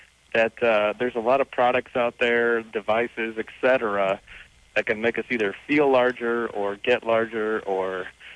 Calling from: Peoria, Illinois, United States; Just south, Peoria.

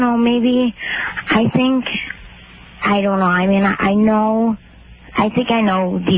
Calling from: Chicago, Illinois, United States; I'm from Chicago

